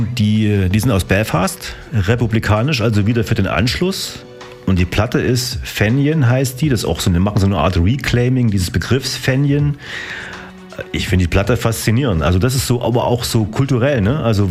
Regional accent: Apolda, Thuringia, Germany; ich komme eigentlich aus Apolda.

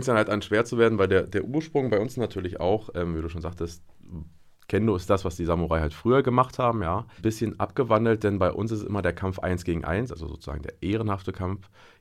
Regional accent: Brandenburg, Germany; now in Jena, Germany; Ich komme jetzt nicht aus Jena, sondern halt aus einer Kleinstadt in Brandenburg an der Oder.

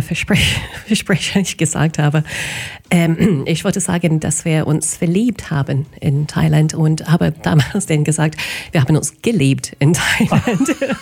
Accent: Wellington, New Zealand; German is a second language; moved away; Ich komme aus Wellington, das ist in der Hauptstadt von Neuseeland. Wir sind direkt mittel 2 Inseln quasi, so der südliche Punkt von der Nordinsel.

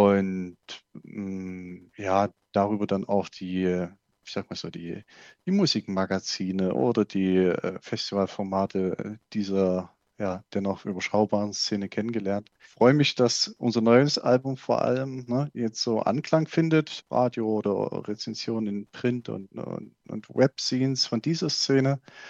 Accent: Saxony, Germany; unweit von meiner Heimat. nämlich der Berg Reichenbach im Vogtland.

